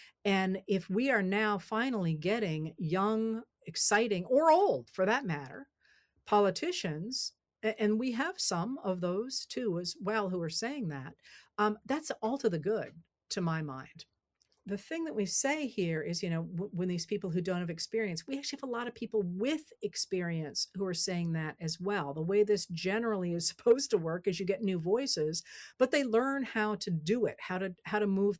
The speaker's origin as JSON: {"language": "English", "country": "United States", "said": "as the American people"}